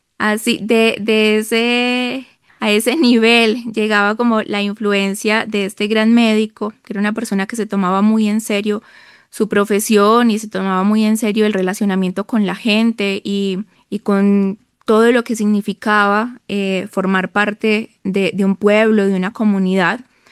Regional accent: Jericó, Antioquia, Colombia; mi pueblo, de Jericó, Antioquia

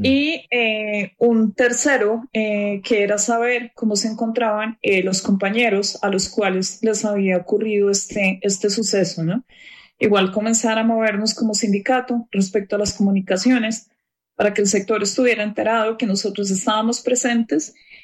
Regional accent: Bogotá, Colombia; como capitalino, como bogotano, está acostumbrado a oírlos, como colombiano también

